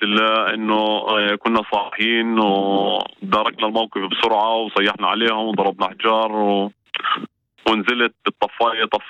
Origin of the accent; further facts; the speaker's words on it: West Bank, Palestine; إحنا كمواطنين فلسطينيين بنسعى أنه نعيش بسلام وأمن